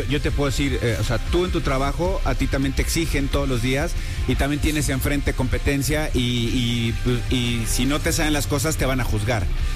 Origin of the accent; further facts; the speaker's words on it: Mexico; somos muchísimos mexicanos a nivel mundial